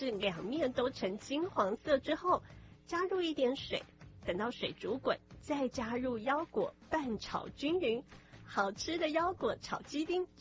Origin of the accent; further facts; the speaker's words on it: Keelung, Taiwan; 我妈妈呢，每一次啊，只要经过我家乡基隆的知名的糕饼店哦